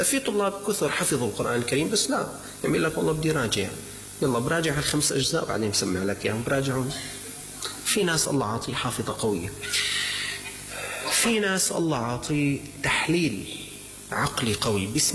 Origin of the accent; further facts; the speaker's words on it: Syria; نحن معناته من يسكن في هذه البلدة